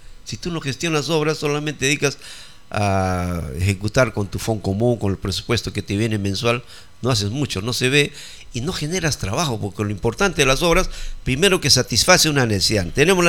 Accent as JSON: {"language": "Spanish", "town": "Mazamari", "region": "Junín", "country": "Peru", "tie": "born or raised there", "said": "Mis padres de Santo Domingo Acobamba, yo nací acá en Mazamari, soy netamente mazamarino, crecí, ¿no?"}